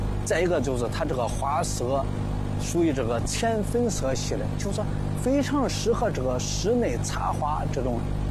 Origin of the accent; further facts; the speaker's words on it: Luoyang, Henan, China; 咱是土生土长的这个洛阳人，老家西安县也是相对来说偏僻的小山村。